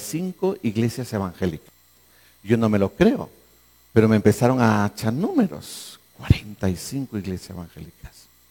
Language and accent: Spanish; Joyabaj, Quiché, Guatemala; moved away; Cuando salí de Joyabaj, ya sabéis que yo soy de Joyabaj, habían allí, yo creo que estamos haciendo un recuento, no más de 6 iglesias evangélicas, ¿no?